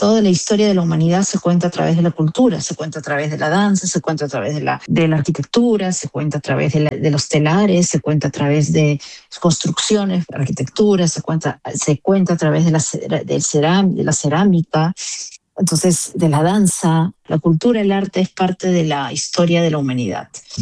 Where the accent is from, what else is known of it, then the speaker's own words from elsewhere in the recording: Peru; moved away as an adult; now in Switzerland; me ancla a Perú, porque también es verdad que yo ya no vivo en Perú